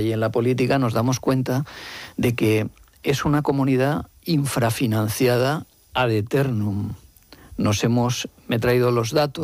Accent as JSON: {"language": "Spanish", "region": "Valencian Community", "country": "Spain", "said": "Y soy alicantino, o sea, valenciano."}